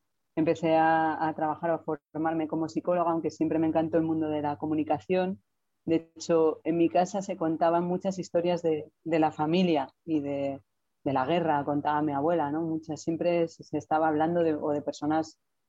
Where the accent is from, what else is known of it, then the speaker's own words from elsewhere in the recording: Madrid, Community of Madrid, Spain; pero bueno, soy de Madrid, nací en Madrid